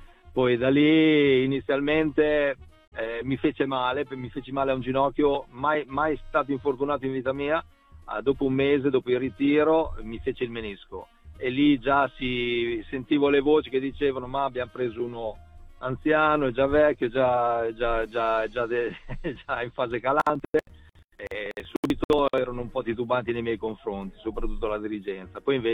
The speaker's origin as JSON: {"language": "Italian", "region": "Emilia-Romagna", "country": "Italy", "said": "sono un emiliano e gli emiliani vogliono la verità."}